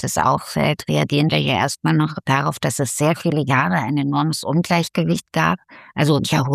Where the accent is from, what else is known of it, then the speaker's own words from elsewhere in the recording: Riesa, Saxony, Germany; now in Leipzig, Germany; Ich bin in der DDR geboren, in Riesa, in ein sächsisches Mädchen sozusagen.